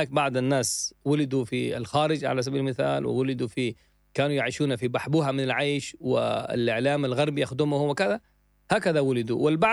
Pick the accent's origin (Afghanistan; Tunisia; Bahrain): Afghanistan; أنا كمواطن أفغاني